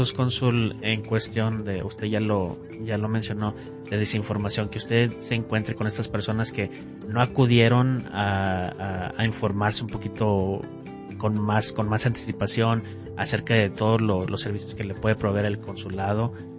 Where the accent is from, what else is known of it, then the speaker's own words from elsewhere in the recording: Mexico; yo siendo mexicano también me puedo identificar con eso, ¿no?